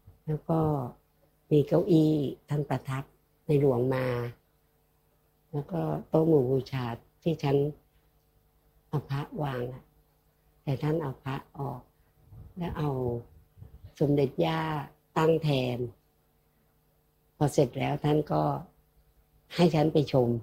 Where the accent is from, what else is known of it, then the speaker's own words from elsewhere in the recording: Bo Phloi, Kanchanaburi, Thailand; born there; ฉันเกิดที่อำเภอบ่อพลอยใช่ไหมคะ